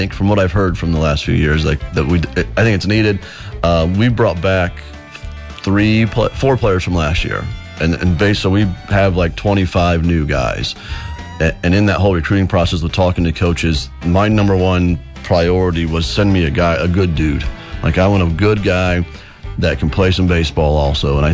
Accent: Yorkton, Saskatchewan, Canada; I tell you, I'm from Yorkton, and we're not nearly as green in Yorkton with the grass and the trees as you guys are here.

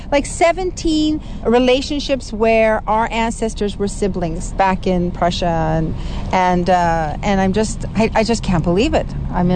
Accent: Altona, Manitoba, Canada; moved away; I'm from Altona, originally from Altona

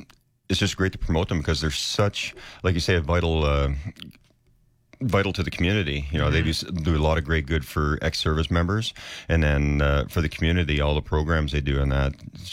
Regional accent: New Brunswick, Canada; I started doing shows at Legion's in New Brunswick, in my hometown.

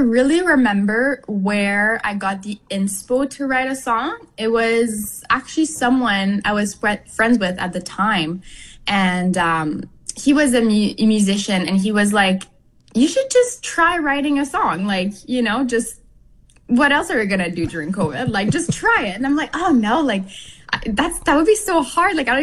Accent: Ste. Anne, Manitoba, Canada; moved away as an adult; now in Winnipeg, Canada

